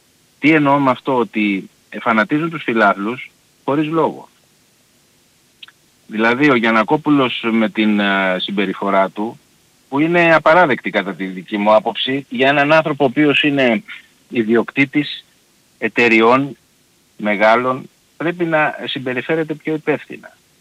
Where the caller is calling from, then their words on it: Nea Filadelfeia, Attica, Greece; από την Νέα Φιλαδέλφια